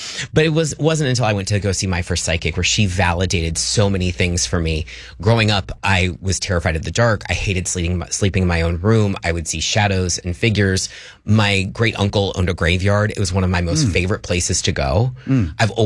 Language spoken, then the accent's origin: English; Ohio, United States; I grew up in Ohio in a conservative family.